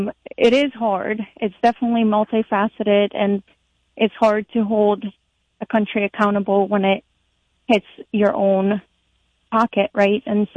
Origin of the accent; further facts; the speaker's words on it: Ukraine; This is going to end the war in my home country. But with how many times me, myself, and the people of Ukraine have been let down